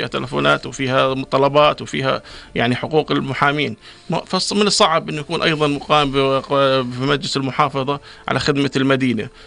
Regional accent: Jordan; يعني إحنا كمواطنين أردنيين وكحزب أردني

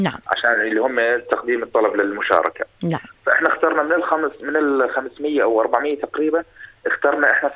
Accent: Jordan; عندنا في الأردن

